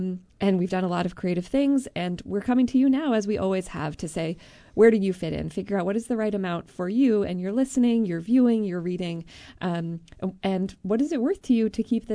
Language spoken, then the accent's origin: English; Vergennes, Vermont, United States; Krista from my hometown of Vergennes.